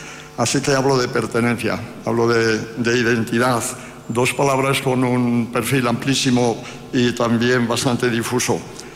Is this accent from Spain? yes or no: yes; La Rioja, Spain; por esta distinción como riojano ilustre.